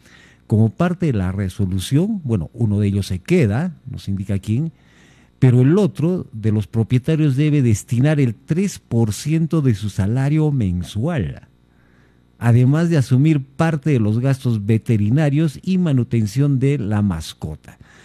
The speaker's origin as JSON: {"language": "Spanish", "region": "Cusco", "country": "Peru", "said": "conociéndonos como cusqueños"}